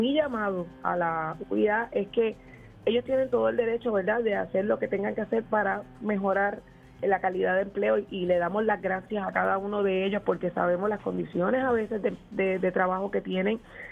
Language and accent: Spanish; Carolina, Puerto Rico; born there; Yo he vivido racionamientos desde que tengo memoria, ¿verdad? Porque soy de Carolina, así que donde quiera que he vivido me suple lo que es Carraízo.